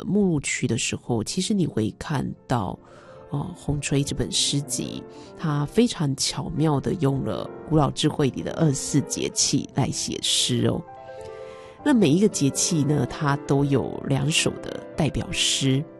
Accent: Yilan County, Taiwan; first language Taiwanese Hokkien; moved away; 我想要用母语来怀念我在宜兰的时光，我怀念我在我的童年时光跟已经逝去的阿公阿嬷，因为我有一段时间在外地回到家乡会觉得特别的想用母语说说话就是台语

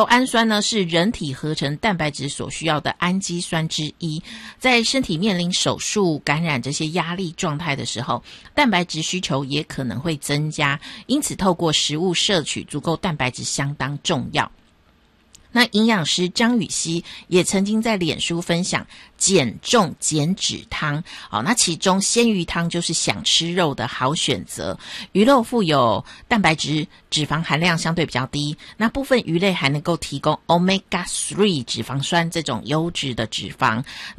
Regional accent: Taipei, Taiwan; 以我在台北长大的

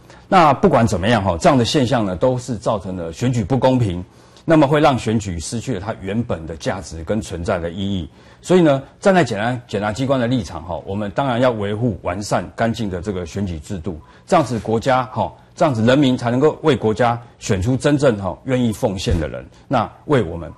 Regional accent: Taiwan; 身为台湾人民

